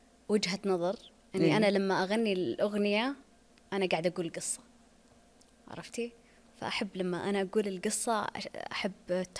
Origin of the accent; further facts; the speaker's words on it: Saudi Arabia; لا أنا سعودية